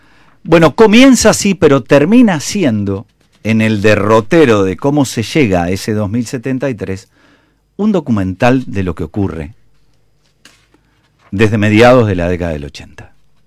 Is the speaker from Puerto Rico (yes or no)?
no; Argentina; particularmente en mi país, en la Argentina